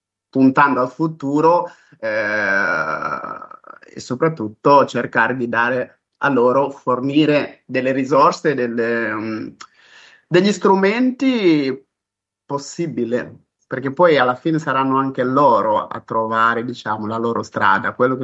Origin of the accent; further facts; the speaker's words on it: Beira, Sofala, Mozambique; moved away as an adult; also born or lived in Marromeu, Mozambique; now in Italy; sono nato a Marromeo, in Mozambico, in questo distretto, e poi sono cresciuto a Beira. Diciamo che è a Beira dove tutto ebbe inizio.